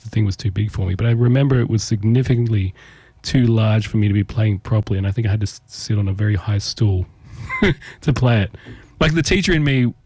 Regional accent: Tamworth, New South Wales, Australia; I grew up in Tamworth, yes.

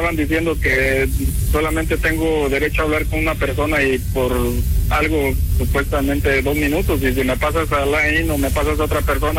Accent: Mexico; Pero si yo le estoy diciendo que soy mexicano, entienda.

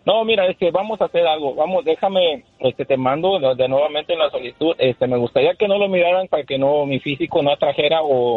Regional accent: Cuisillos, Jalisco, Mexico; Sí, fíjate que soy Jalisco, lo has oído mucho, Cuisillos.

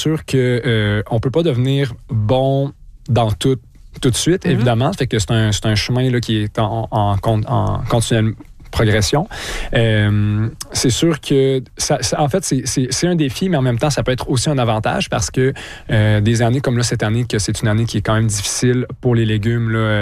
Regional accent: Quebec, Canada; moved away as an adult; now in Saguenay, Canada; Puis Alexandre et moi, on vient de la région de Québec.

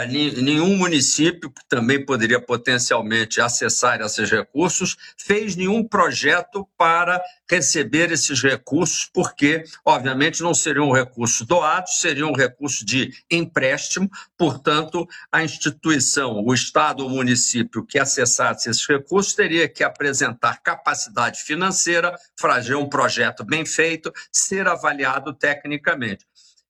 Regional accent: Rio de Janeiro, Brazil; Sou carioca e, portanto, tenho alta sensibilidade para a questão da segurança.

